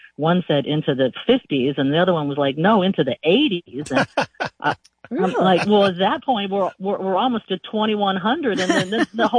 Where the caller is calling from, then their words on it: Santa Cruz, California, United States; I'm calling from Santa Cruz, California.